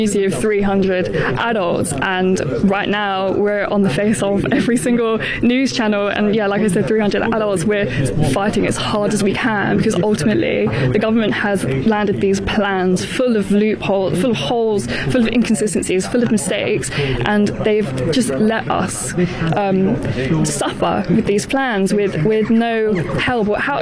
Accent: London, United Kingdom; moved away; I grew up in North London, so I consider myself a little bit streetwise

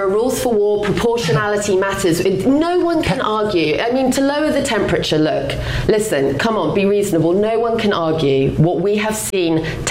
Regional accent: London, United Kingdom; as a Londoner myself, no, I don't want, if I was living in London right now, I don't want my tax dollars going to that company

